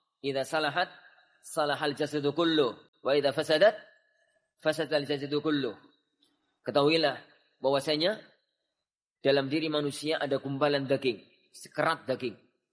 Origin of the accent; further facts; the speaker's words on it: Gresik, East Java, Indonesia; dari mana?" "Jawa Timur." "Surabaya?" "La ya Syekh, Gresik."